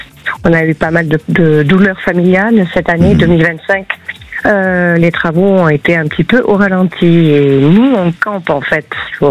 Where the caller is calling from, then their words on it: Nouvelle-Aquitaine, France; Des Pyrénées-Atlantiques.